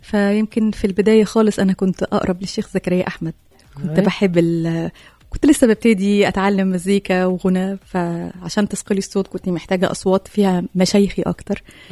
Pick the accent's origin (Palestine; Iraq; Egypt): Egypt; وعندنا في مصر بنقول بنتسلطن اكتر.